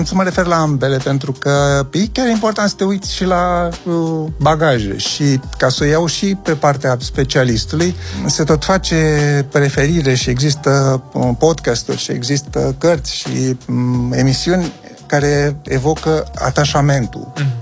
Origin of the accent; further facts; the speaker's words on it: Galați, Galați County, Romania; crescând în Galați